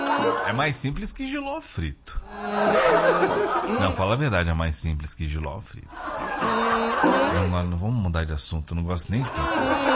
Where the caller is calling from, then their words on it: Natal, Rio Grande do Norte, Brazil; sou de Natal